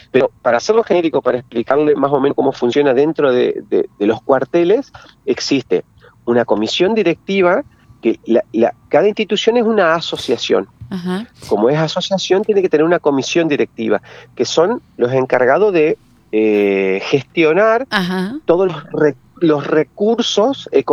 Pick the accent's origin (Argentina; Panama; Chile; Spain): Argentina; General Ramírez, Entre Ríos; Yo soy de General Ramírez. Uh-huh. General Ramírez, 60 kilómetros al sur de la localidad de Paraná, sobre Ruta Nacional número 12.